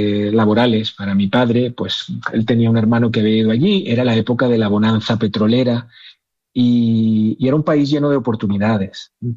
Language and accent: Spanish; Alinos, Castile and León, Spain; born there; Realmente yo nací en una mina cerca de Toreno, se llama Alinos.